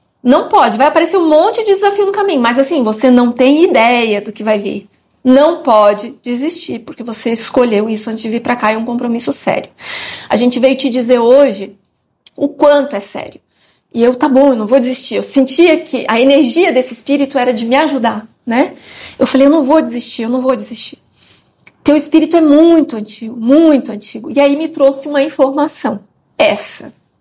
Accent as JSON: {"language": "Portuguese", "town": "Campo Grande", "region": "Mato Grosso do Sul", "country": "Brazil", "said": "eu sou lá de Campo Grande do Mato Grosso do Sul"}